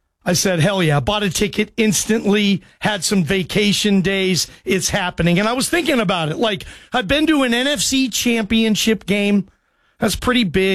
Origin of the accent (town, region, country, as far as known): Seattle, Washington, United States